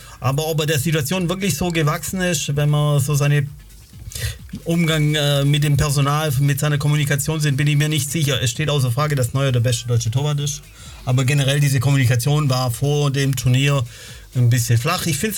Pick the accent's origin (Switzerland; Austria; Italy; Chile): Italy; now in Germany; als Italiener